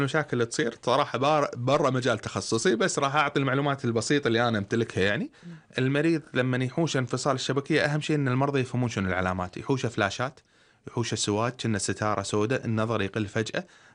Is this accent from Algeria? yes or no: no; Kuwait; وعندنا بالكويت